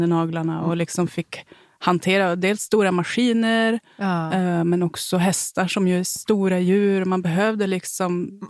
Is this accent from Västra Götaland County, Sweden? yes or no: no; Norrbotten County, Sweden; Och lite om hur våran kvinnliga identitet har formats utifrån att vi har vuxit upp i Tornedalen.